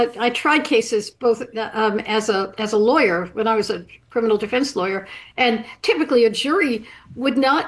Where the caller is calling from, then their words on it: Martha's Vineyard, Massachusetts, United States; Hello, I'm calling you from Martha's Vineyard.